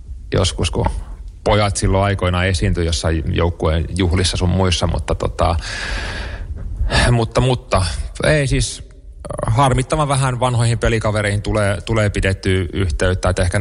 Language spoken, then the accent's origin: Finnish; Rauma, Satakunta, Finland; moved away as an adult; now in Oulu, Finland; Rauman Lukon junnuihin aikoinaan menin. Olisinko 7-vuotias ollut silloin